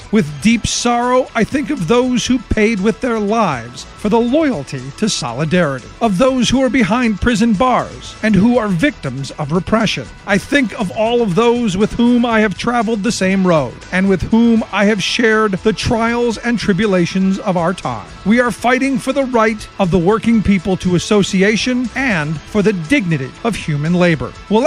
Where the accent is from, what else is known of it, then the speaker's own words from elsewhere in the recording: Cleveland, Ohio, United States; I grew up in Cleveland